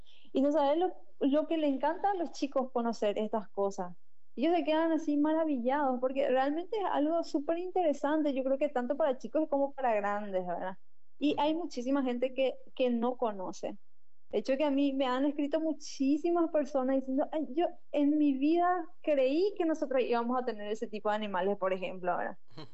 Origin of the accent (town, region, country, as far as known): Paraguay